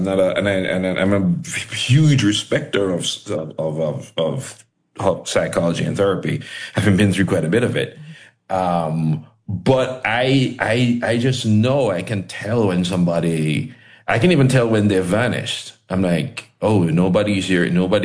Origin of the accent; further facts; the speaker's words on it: Jamaica; well, I'm a Jamaican, I don't need to check anything.